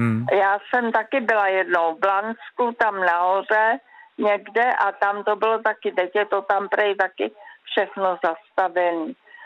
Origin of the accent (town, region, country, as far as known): Prague, Czechia; born or raised there